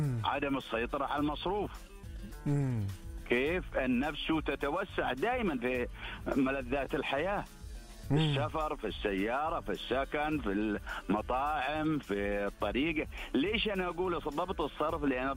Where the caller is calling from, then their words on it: Eastern Province, Saudi Arabia; تحياتنا من الشرقية.